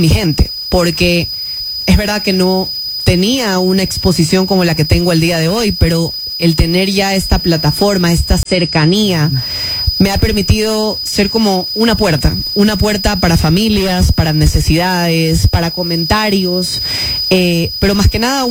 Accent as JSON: {"language": "Spanish", "town": "Guayaquil", "region": "Guayas", "country": "Ecuador", "tie": "born there", "also_born_or_lived": "Chone, Manabí, Ecuador / Galápagos Islands, Ecuador", "said": "Hasta los 6 años más o menos. Chiquita. Viví hasta los 6 años, chiquita. Mi papá se mantuvo viviendo en las Islas Galápagos. Yo me fui a vivir a Guayaquil junto a mi mamá. Iba, regresaba cuando tenía la oportunidad de visitar a mi papá. Mi papá también me venía a visitar a la ciudad. Y luego creé mis raíces en Guayaquil."}